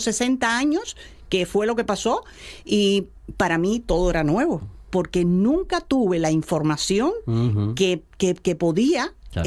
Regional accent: Cuba; now in Gijón, Spain; para nosotros, como cubanos, como personas que estamos tratando de llevar adelante nuestra vida, ¿por qué? Porque la vida es una sola y porque no puedes seguir bajo la protección de un Estado que no te permite avanzar, uh-huh, pues sencillamente llegamos a Gijón

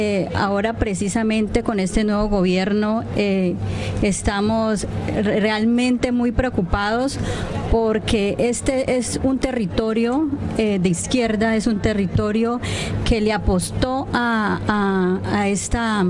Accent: Cauca, Colombia; Bueno, precisamente yo vengo del norte del Cauca, es un territorio muy estigmatizado por la violencia

